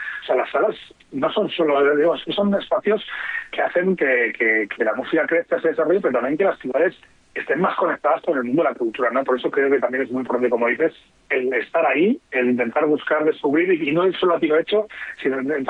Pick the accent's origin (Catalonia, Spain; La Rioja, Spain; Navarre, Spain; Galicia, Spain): Navarre, Spain; somos de provincias y al final soy navarro y al final he vivido en capitales de provincia.